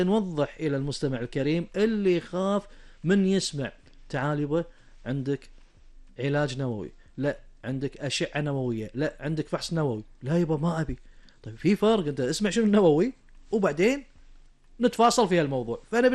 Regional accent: Kuwait

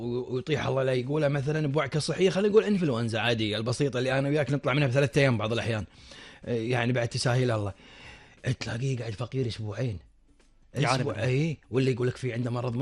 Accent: Kuwait; احنا يعني كويتيين ومتعودين على الحر،

